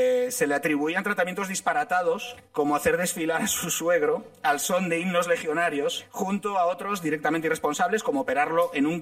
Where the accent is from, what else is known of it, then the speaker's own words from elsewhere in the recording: Galicia, Spain; Soy gallego.